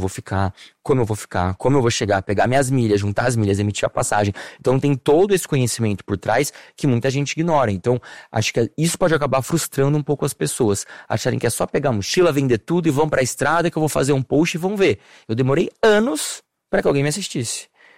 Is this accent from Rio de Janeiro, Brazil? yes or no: yes; Vila Militar, Rio de Janeiro, Brazil; eu amo a minha vida, é muito legal aqui eu crescendo na Vila Militar, por exemplo, mas não é só isso.